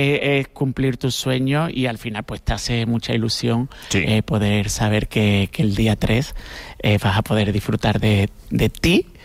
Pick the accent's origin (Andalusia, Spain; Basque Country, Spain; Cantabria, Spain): Andalusia, Spain; Cádiz; paseas muchas veces por Madrid y yo que soy de Cádiz nunca piensas que vayas a llegar a tener un teatro